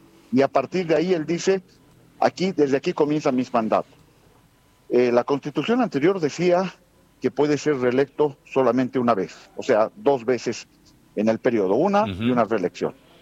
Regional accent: Bolivia

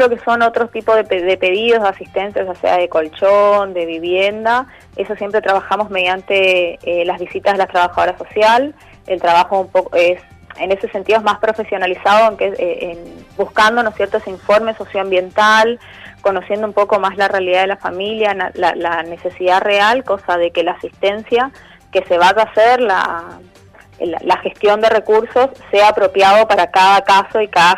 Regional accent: Argentina; como somos los argentinos resilientes y también vamos a poder salir de esta situación como ya nos ha pasado en el 2001

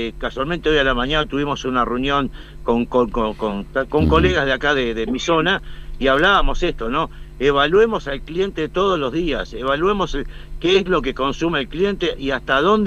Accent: Argentina; El argentino, soy argentino, los argentinos siempre somos optimistas, ¿no es cierto?

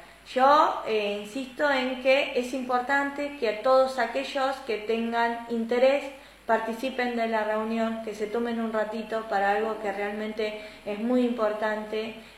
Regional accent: Buchardo, Córdoba, Argentina; moved away; aquellos jóvenes que somos de Buchardo, que nos fuimos para con el sueño de una profesión

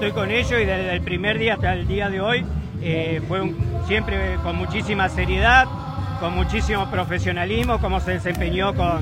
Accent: Lehmann, Santa Fe, Argentina; Yo soy de Lemán, provincia de Santa Fe.

